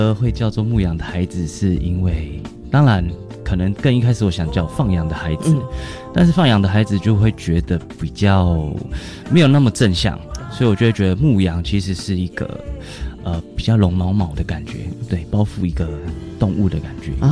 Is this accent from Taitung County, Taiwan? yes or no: yes; Taitung County, Taiwan; 我是来自台东都兰部落的阿美族音乐人